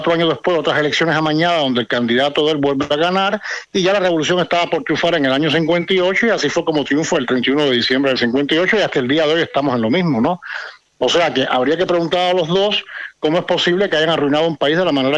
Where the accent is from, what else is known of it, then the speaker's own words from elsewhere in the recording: Cuba; now in Spain; eso en mi país no lo comía nadie.